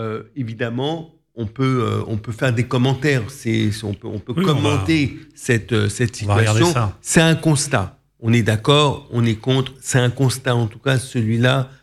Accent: France; moi, en tant que Français d'origine arménienne

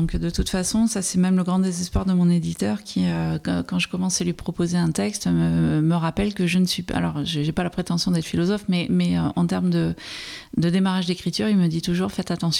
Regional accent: Nouvelle-Aquitaine, France; j'ai grandi près de Bordeaux, dans un milieu populaire, où on n'avait pas forcément des accès à la culture

